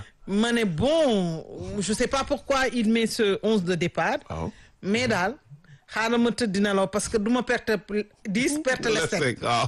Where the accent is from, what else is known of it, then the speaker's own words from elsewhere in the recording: Senegal; parce que je suis Sénégalaise